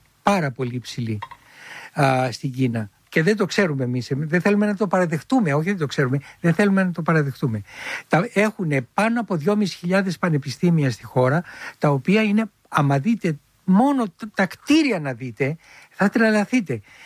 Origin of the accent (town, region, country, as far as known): Filothei, Attica, Greece; born or raised there